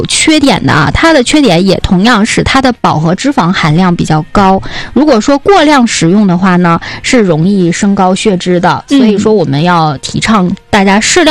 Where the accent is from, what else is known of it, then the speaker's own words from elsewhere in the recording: Northeast China, China; 包点酸菜团子，这就是我们东北人啊非常爱吃的，非常接地气的一种食物